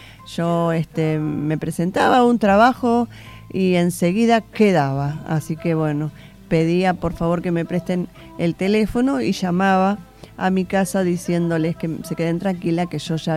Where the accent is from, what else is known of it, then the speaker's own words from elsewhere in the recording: Argentina; Nuestros argentinos exiliados.